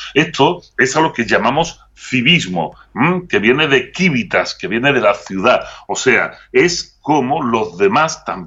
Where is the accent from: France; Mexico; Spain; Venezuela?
Spain; Andalusia; moved away; en mi tierra, en Andalucía